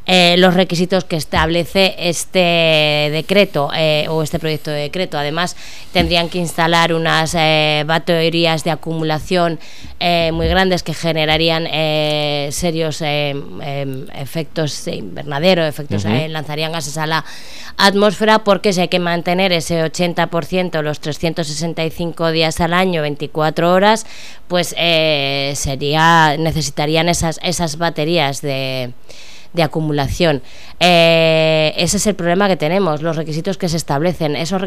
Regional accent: Aragon, Spain

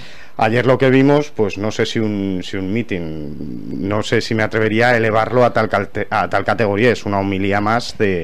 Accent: Spain; yo la verdad es que creo que, como muchísimos españoles, estoy encantado

